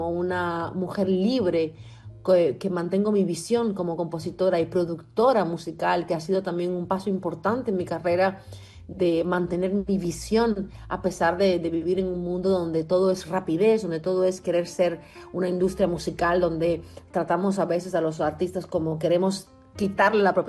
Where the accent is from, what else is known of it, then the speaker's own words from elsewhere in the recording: Havana, Cuba; ya mi abuela chilena había regresado a Chile, todos los chilenos, excepto mi padre con mi madre, ahí nací en el cuarto piso número 14 del edificio de Alamar.